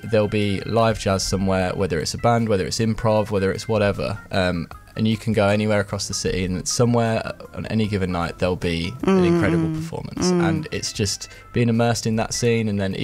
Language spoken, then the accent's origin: English; Northampton, East Midlands, United Kingdom